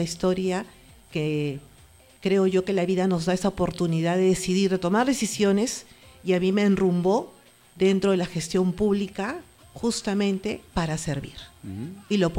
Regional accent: Lima, Peru; Tengo el orgullo de decir que vengo del Colegio Santa María de Lurín.

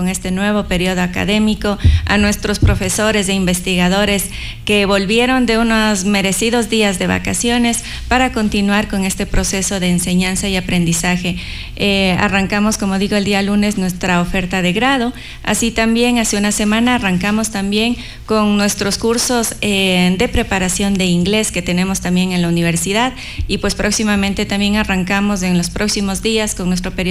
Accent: Riobamba, Chimborazo, Ecuador; una fecha cívica que nos congratula como ecuatorianos y como riobambeños

